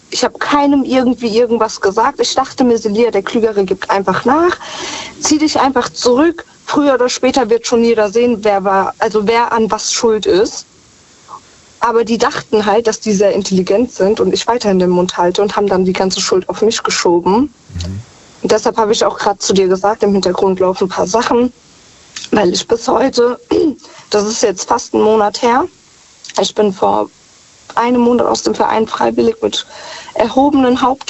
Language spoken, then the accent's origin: German; Germany; born there; Und ich bin aber in Deutschland geboren. Ich bin ja Südländerin.